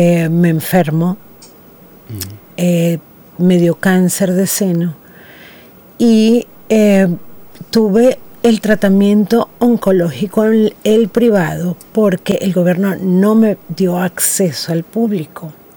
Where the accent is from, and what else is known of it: Venezuela; moved away as an adult; now in Australia